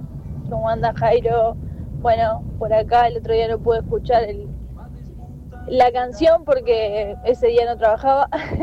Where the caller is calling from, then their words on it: Uruguay; estamos con la calculadora ahí como siempre, como bien uruguayo